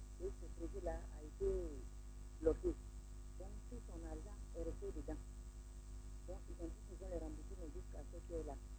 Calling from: Abidjan, Côte d’Ivoire; je suis à Cocody, je viens de à Cocody

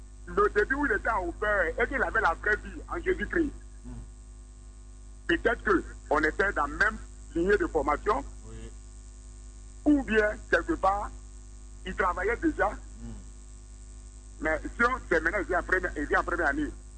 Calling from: Abidjan, Côte d’Ivoire; Oui, je vous appelle à Djamé.

